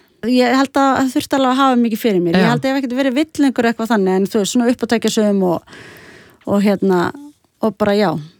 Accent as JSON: {"language": "Icelandic", "town": "Reykjavík", "region": "Capital Region", "country": "Iceland", "tie": "born or raised there", "also_born_or_lived": "Sweden", "said": "svo er ég bara alin upp í Vesturbæ Reykjavíkur, West Side."}